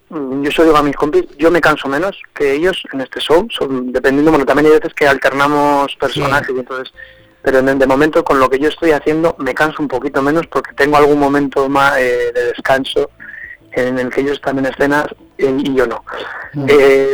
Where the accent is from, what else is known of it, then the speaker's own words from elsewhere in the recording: Logroño, La Rioja, Spain; Pues mira, yo soy de Logroño.